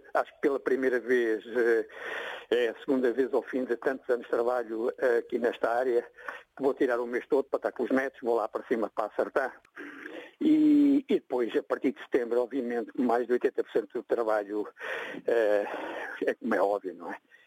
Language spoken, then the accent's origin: Portuguese; Mozambique; born there; moved away; Isto na minha terra não é nada, amigo. Na minha terra são 50 graus.